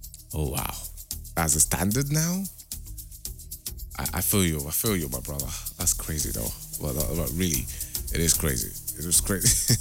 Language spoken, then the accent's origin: English; Nigeria; I'm a Nigerian.